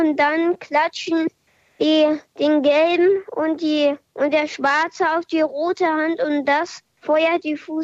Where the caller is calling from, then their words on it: Hamburg, Germany; Aus Hamburg